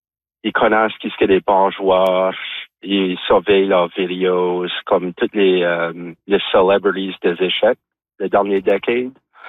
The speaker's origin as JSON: {"language": "French", "town": "Moncton", "region": "New Brunswick", "country": "Canada", "tie": "born or raised there", "said": "J'ai grandi à Moncton. J'étais comme un champion provincial, grade 5, 6, 7, 8, 9, au Nouveau-Brunswick."}